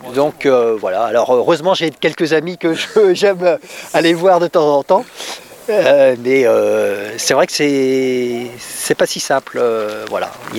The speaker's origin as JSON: {"language": "French", "region": "Brittany", "country": "France", "said": "Non, je suis originaire du Finistère."}